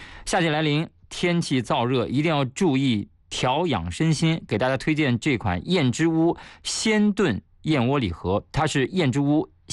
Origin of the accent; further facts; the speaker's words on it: Shanxi, China; 我就开始每周给大家送我老家山西的老陈醋